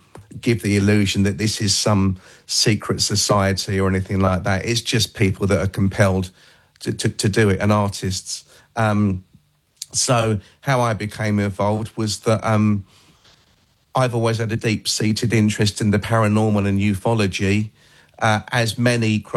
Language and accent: English; England, United Kingdom; That made me feel really at home as an Englishman.